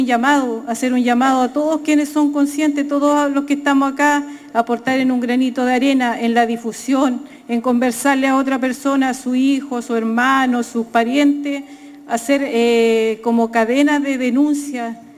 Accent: Chile

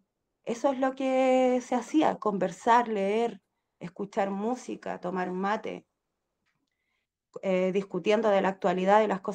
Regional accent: Chile; born there; una familia numerosa, nací en Peu, un pueblo chico con una cana en el medio del pueblo

